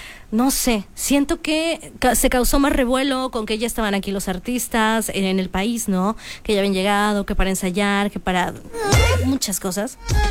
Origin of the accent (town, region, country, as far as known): Mexico